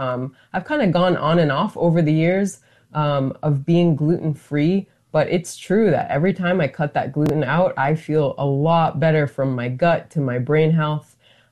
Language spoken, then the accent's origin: English; Northern Plains, United States; So for example, I'm from the Northern Plains, so how I can't eat a bison diet in the way that my ancestors did